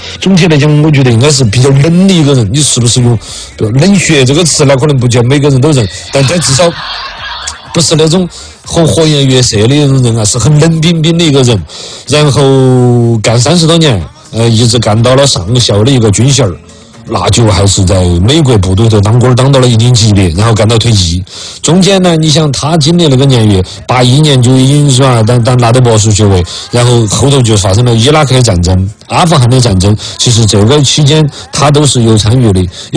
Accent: China; 我们中国人

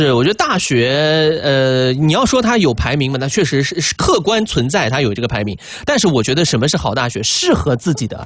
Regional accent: Sichuan, China; 作为一个四川人来说

